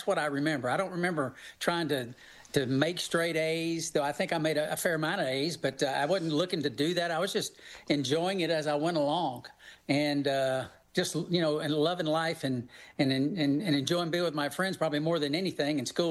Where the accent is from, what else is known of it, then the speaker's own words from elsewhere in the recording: Tennessee, United States; born there; I was born in God's country, thankfully. It's Tennessee. Wonderful state.